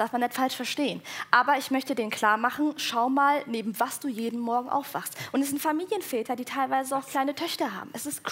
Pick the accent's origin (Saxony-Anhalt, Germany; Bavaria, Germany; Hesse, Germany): Hesse, Germany; accent: Hessian; Und ich finde es auch so witzig, wie ich damals für meinen hessischen Dialekt so schon hardcore rassistisch im Netz beleidigt wurde